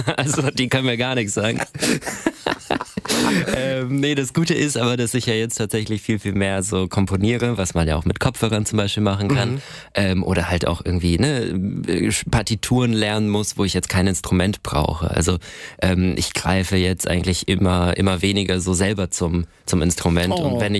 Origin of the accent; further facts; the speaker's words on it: Hamburg, Germany; Boah, ich bin ja in Eppendorf zur Schule gegangen.